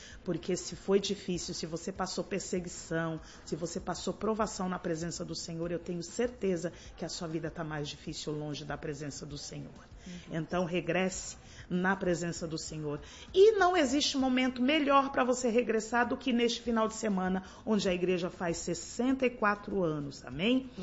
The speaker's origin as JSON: {"language": "Portuguese", "region": "São Paulo", "country": "Brazil", "tie": "born or raised there", "moved": "yes", "said": "me deslocando para a capital paulista, de onde eu sou natural, sou ali da Zona Oeste de São Paulo"}